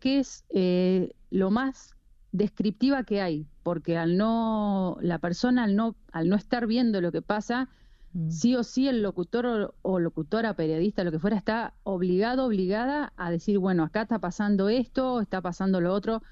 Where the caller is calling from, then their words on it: Santa Rosa, La Pampa, Argentina; Soy de Santa Rosa, La Pampa.